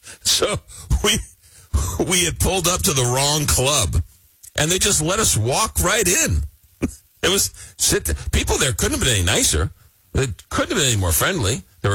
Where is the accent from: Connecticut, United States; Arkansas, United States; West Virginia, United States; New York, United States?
New York, United States; Long Island; born or raised there